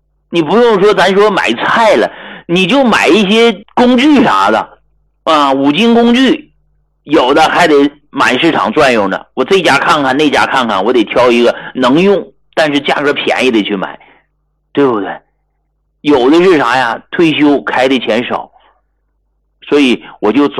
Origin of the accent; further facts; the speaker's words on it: Hegang, Heilongjiang, China; 我来自黑龙江鹤岗，我也是从那农村，讲话以前家里边是种菜的，我们鹤岗有很多菜农啊